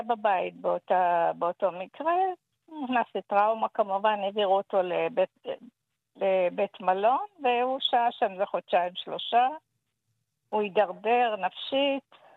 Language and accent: Hebrew; Ramat Gan, Tel Aviv District, Israel; פניתי למוסדות על עובד סוציאלית, עיריית רמת גן, אנחנו מרמת גן, עובד סוציאלית, ביקשתי עזרה.